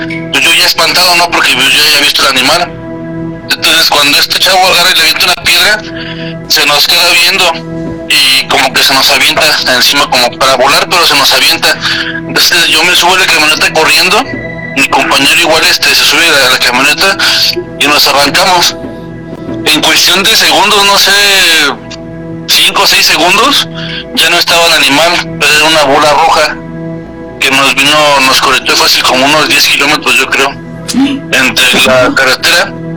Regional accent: Saltillo, Coahuila, Mexico; yo vengo yo soy de Saltillo, Coahuila. Yo viví mucho tiempo en Coahuila

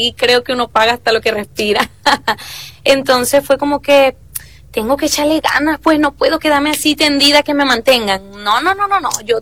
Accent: Mexico; moved away; pero sí como que yo soy mexicana y yo como comida mexicana.

